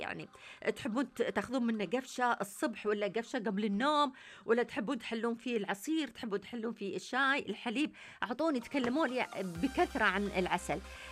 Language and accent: Arabic; Saudi Arabia; عندنا في السعوديه، في المملكه العربيه السعوديه